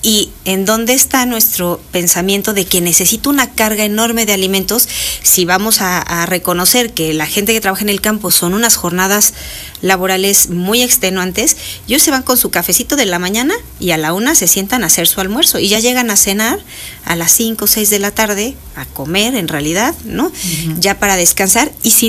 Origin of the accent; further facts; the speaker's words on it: Mexico; Los mexicanos somos los que nos queremos parar a las 6 de la mañana.